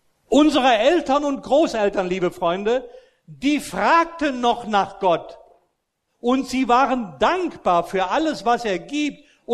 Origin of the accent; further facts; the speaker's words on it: Austria; Ich bin ja in Österreich groß geworden, als römisch-katholis